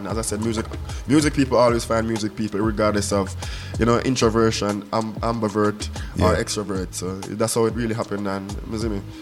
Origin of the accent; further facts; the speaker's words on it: Jamaica; I'm a Jamaican artist, I'm a Caribbean artist first